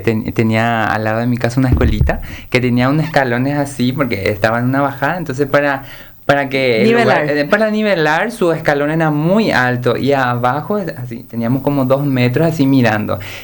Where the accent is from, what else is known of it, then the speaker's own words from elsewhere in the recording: Caaguazú, Paraguay; now in Asunción, Paraguay; Yo vine del interior de Caguazú. Vine en Asunción, en Trinidad, empecé a trabajar como vendedor en una ferretería.